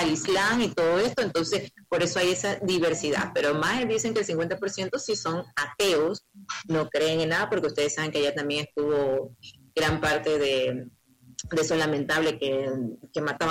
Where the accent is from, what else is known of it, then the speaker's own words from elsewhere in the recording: Ecuador; nosotros somos ecuatorianos